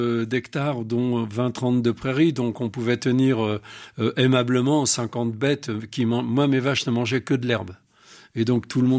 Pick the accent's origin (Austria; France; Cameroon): France; Montmirail, Grand Est; also born or lived in Romilly-sur-Seine; Moi je viens de Montmirail dans la Marne, je suis né à Romilly-sur-Seine dans l'Aube. Après quand j'ai eu 6-7 ans, on est parti à Montmirail dans la Marne, un petit village